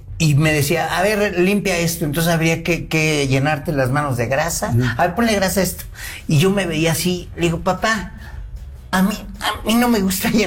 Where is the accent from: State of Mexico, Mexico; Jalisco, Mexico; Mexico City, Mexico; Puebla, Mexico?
Mexico City, Mexico; born there; No, yo nací, pues sí, en la Ciudad de México.